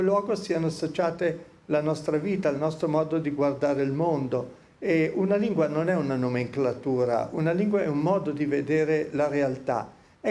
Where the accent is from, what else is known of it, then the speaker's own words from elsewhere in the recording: Milan, Lombardy, Italy; Io non parlo nessun dialetto, io sono milanese